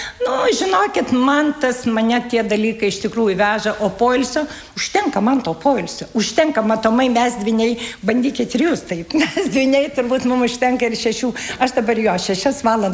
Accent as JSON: {"language": "Lithuanian", "region": "Kaunas County", "country": "Lithuania", "tie": "born or raised there", "lives_now": "Ukmergė, Lithuania", "said": "Taip, aš kaip sakau, aš esu meilės emigrantė. Meilės emigrantė, atvažiavau čia į Ukmergę"}